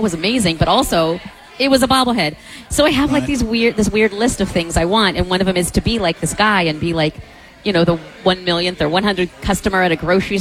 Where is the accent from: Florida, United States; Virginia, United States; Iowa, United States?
Iowa, United States; Fort Madison; What if I do something big and then they have to have a parade because I'm from Fort Madison and then I get to sit in the car and wave?